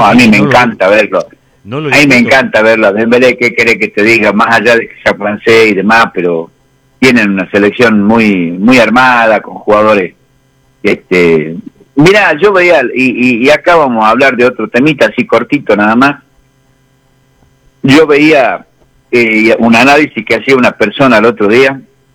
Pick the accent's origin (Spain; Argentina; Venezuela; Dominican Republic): Argentina; now in General Güemes, Argentina; Como verdaderamente argentino que somos